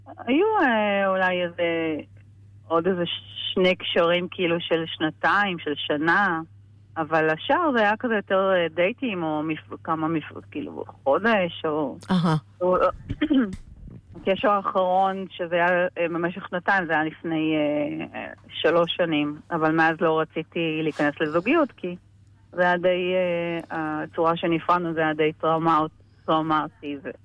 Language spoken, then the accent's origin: Hebrew; Herzliya, Tel Aviv District, Israel; also born or lived in United States; אני מהרצליה.